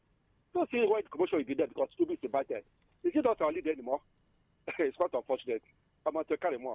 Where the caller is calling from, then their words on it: Anambra, Nigeria; And I come from Buka, Anambra State.